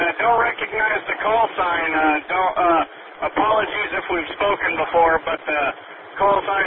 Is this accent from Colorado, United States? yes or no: yes; Colorado, United States; now in Greeley, United States; I grew up right off of 80th and Sheridan.